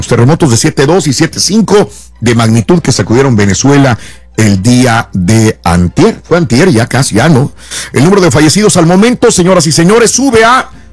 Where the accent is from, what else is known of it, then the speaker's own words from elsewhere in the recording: Mexico; sobre todo en nuestro México